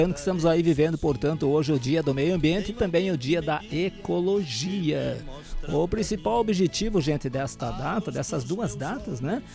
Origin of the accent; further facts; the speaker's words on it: Brazil; somos brasileiros.